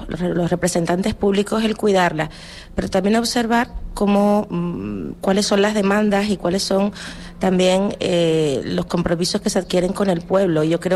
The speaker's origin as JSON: {"language": "Spanish", "region": "Canary Islands", "country": "Spain", "said": "nuestra identidad como canarios"}